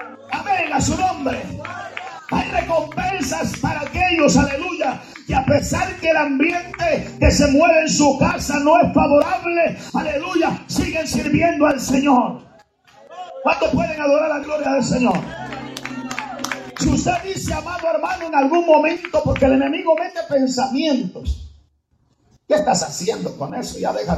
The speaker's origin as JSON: {"language": "Spanish", "country": "Guatemala", "said": "ya, hermano, no sé ni de dónde soy. Yo estoy revuelto con hondureños, cubanos. Yo sigo diciendo que soy de Guatemala, pero ya no se me oye igual, hermano."}